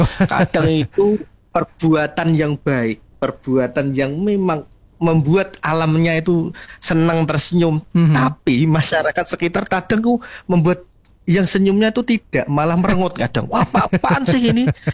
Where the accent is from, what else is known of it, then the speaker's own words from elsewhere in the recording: Rembang, Central Java, Indonesia; Kami dari pesisir asli, Mas, dari Rembang.